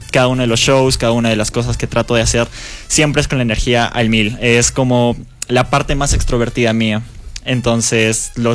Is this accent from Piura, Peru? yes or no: no; Arequipa, Peru; no fue aquí en la ciudad de Arequipa, fue en la ciudad de Juliaca. Y pues yo ahorita tengo 20 años